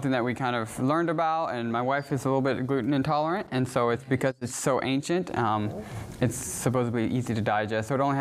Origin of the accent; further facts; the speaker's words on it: Ohio, United States; We're coming from Ohio.